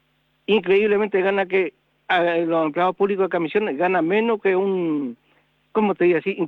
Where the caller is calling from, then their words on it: Argentina; yo soy argentino